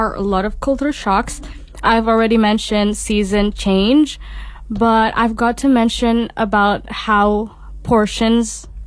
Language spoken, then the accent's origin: English; Indonesia; English is a second language; like we came from Indonesia where it's only rainy day and sunny day, mm-hmm.